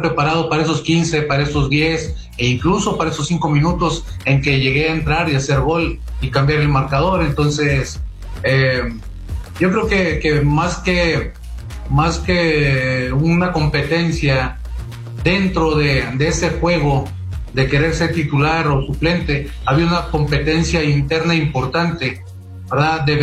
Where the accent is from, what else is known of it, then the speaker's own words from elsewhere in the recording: Saltillo, Coahuila, Mexico; Aunque tenía 9 años, y la primera vez que salí de Saltillo y fui a un estadio allá en Monterrey